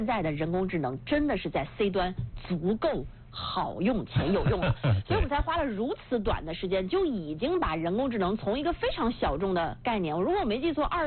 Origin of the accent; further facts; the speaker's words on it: China; 我想跟大家回忆几个我们中国人非常熟悉的新东西